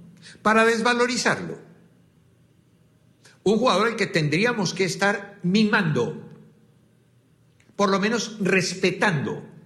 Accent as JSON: {"language": "Spanish", "country": "Colombia"}